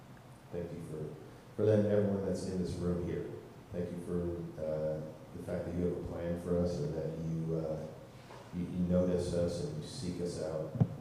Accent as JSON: {"language": "English", "town": "Philadelphia", "region": "Pennsylvania", "country": "United States", "tie": "born or raised there", "said": "This is like, I grew up in Philadelphia."}